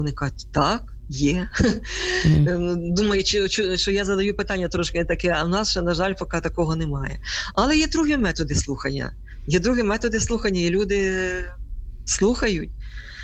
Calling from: Ivano-Frankivsk, Ivano-Frankivsk Oblast, Ukraine; Так, я з Івано-Франківська, знаходжуся на парафії Римо-католицької церкви Христа Царя.

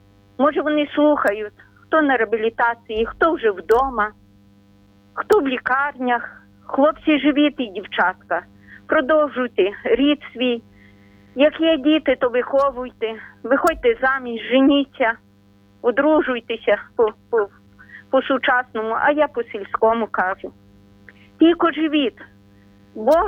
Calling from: Ternopil Oblast, Ukraine; ми з України. Вас вітає Тернопільщина

